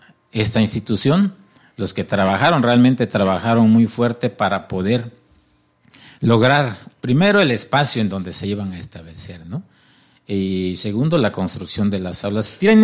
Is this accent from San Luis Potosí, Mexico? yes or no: no; Unión Hidalgo, Oaxaca, Mexico; Y mire que yo soy de Unión Hidalgo, yo no soy de Juchitán, soy de Unión